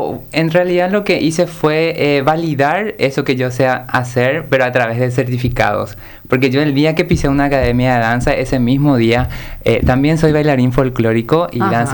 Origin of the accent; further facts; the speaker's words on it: Caaguazú, Paraguay; now in Asunción, Paraguay; Yo vine del interior de Caguazú. Vine en Asunción, en Trinidad, empecé a trabajar como vendedor en una ferretería.